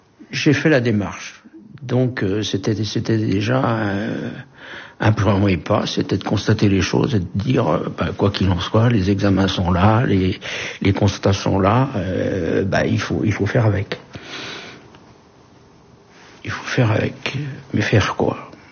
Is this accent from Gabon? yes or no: no; Laval, Pays de la Loire, France; je vais avoir 78 ans. Je suis donc natif de Laval, de la Mayenne, et mon épouse est originaire du Finistère, de Quimper.